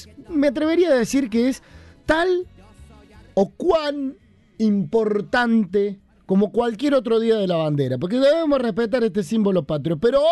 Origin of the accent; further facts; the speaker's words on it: Argentina; Como argentinos debemos reconocer